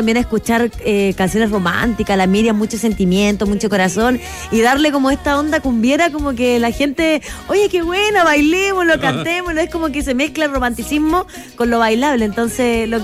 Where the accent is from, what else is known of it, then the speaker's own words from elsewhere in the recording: Iquique, Tarapacá, Chile; Yo soy iquiqueña, Alvarito. Iquique, tierra de campeones.